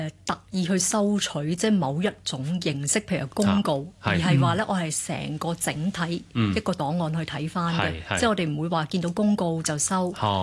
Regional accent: Kowloon, Hong Kong; 我記得我自己細個嘅時候住喺旺角附近嘅

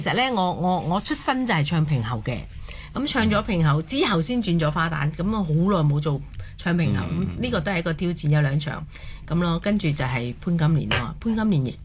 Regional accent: Macau; 我係澳門一個土生土長一個人，我唔係一個紅褲仔出身嘅人

